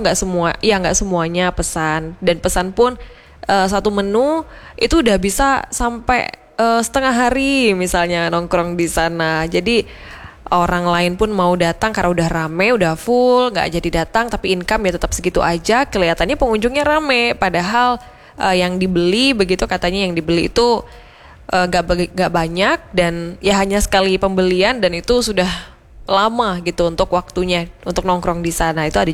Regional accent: Malang, East Java, Indonesia; kita warga Malang

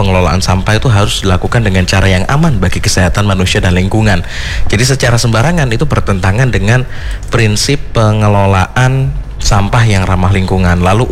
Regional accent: Malang, East Java, Indonesia; kita, orang Malang

